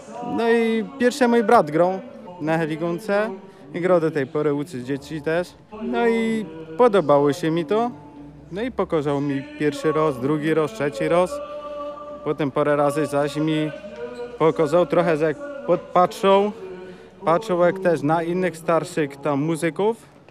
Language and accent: Polish; Żabnica, Silesian Voivodeship, Poland; now in Kamesznica, Poland; pochodzę z Żabnicy, a teraz mieszkam w Kamysznicy, bo zanim się tak wybudował.